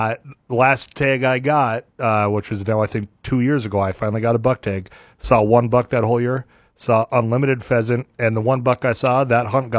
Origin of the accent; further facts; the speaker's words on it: Devils Lake, North Dakota, United States; growing up in Devil's Lake